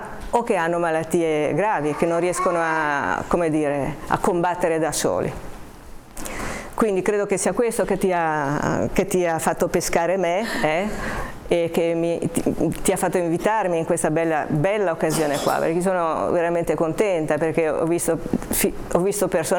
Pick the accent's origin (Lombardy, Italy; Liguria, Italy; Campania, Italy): Liguria, Italy; Genoa; now in Haiti; io sono partita 25 anni fa da Genova, io sono una genovese che 25 anni fa ha, posso dire essere stata catapultata nello stesso posto dove Cristoforo Colombo, tanti anni prima, aveva messo piede. Io vivo ad Haiti